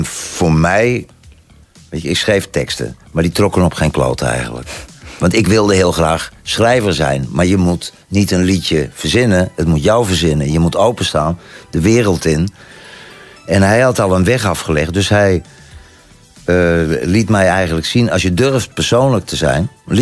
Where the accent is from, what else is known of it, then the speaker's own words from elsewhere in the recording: Netherlands; now in Belgium; Want ik kwam uit Nederland.